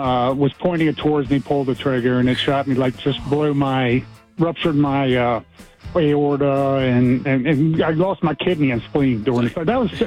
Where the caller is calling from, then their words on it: Crofton, Maryland, United States; from Crofton.